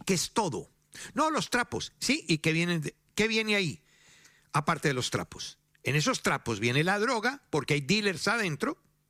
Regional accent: Bogotá, Colombia; born there; porque nací en Bogotá, no puedo entrar a los estadios de Medellín

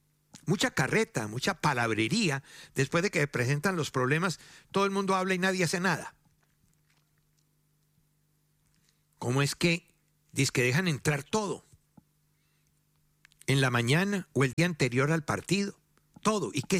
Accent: Bogotá, Colombia; born there; porque nací en Bogotá, no puedo entrar a los estadios de Medellín

